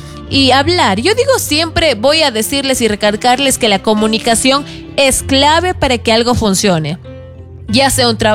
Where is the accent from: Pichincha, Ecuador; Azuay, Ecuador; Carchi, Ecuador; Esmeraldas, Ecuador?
Azuay, Ecuador; Cuenca; Nosotros somos de Cuenca, Ecuador.